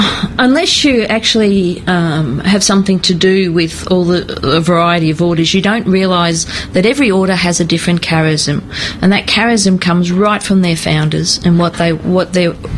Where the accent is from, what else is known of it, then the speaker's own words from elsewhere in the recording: Ipswich, Queensland, Australia; I grew up in this beautiful little metropolis of Ipswich, which is near Brisbane.